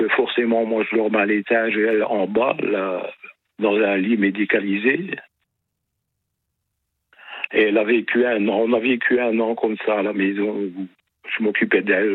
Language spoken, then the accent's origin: French; La Louvière, Wallonia, Belgium; now in France; La Louvière, ça, près de Mons, entre Mons et Bruxelles.